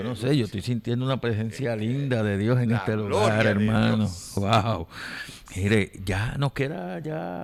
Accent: Aguadilla, Puerto Rico; Tenemos por aquí a Luis Pellop de Aguadilla, de mi pueblo.

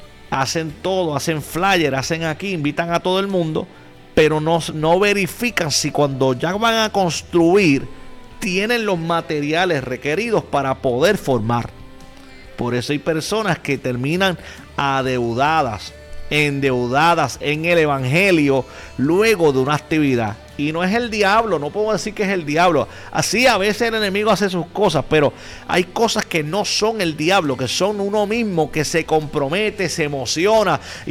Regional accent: Dorado, Puerto Rico; nosotros somos de Dorado.

